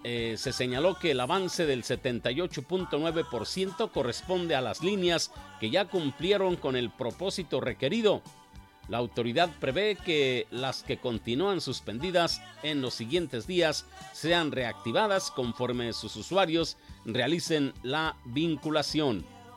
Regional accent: Mexico; casi somos todos los mexicanos

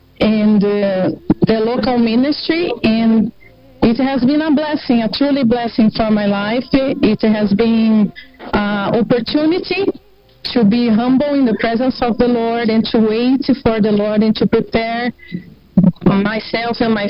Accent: Iturama, Minas Gerais, Brazil; I'm from Iturama, Minas Gerais.

